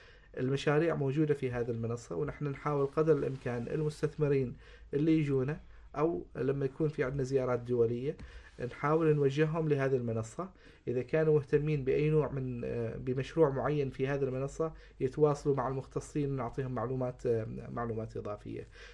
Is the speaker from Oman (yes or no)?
yes; Oman; كانت عندنا فرصة كبيرة في أسبوع عمان للاستدامة للترويج للمشاريع اللي موجودة عندنا في سلطنة عمان